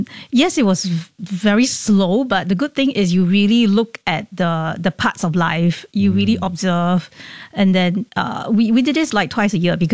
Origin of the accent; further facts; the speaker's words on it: Singapore; born there; I was born in Singapore, but my parents are Malaysian. Mm-hmm. So my mom is from Penang.